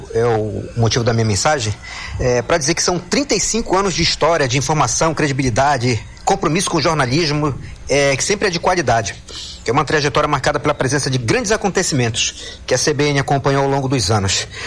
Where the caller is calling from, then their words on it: Manaus, Amazonas, Brazil; Eu tô falando aqui de Manaus.